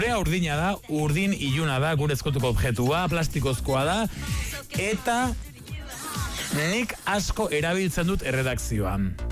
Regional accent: Zarautz, Basque Country, Spain; ni zarauztarra naiz baita ere.

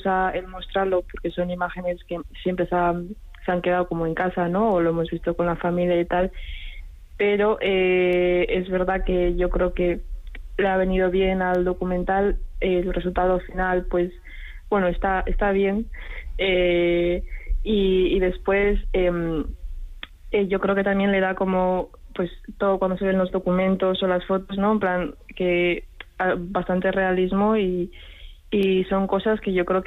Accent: Barakaldo, Basque Country, Spain; es verdad que gran parte de mi vida la he hecho de lo que es Baracaldo en el centro, entonces, pues bueno, no soy tanto de Gurutzeta

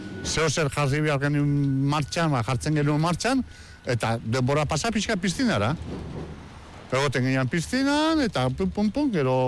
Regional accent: Basque Country, Spain; ni baukat patria, ni euskalduna naiz eta puntxo, ez?

